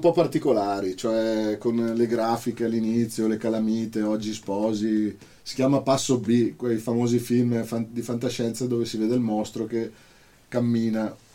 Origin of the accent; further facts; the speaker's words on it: Bergamo, Lombardy, Italy; sono di Bergamo, sono venuto apposta